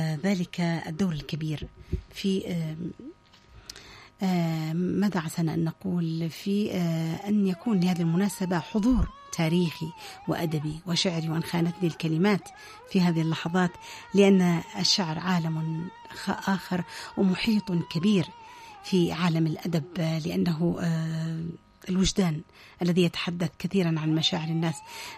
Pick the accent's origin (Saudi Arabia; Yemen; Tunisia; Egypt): Yemen; نحن كيمنيين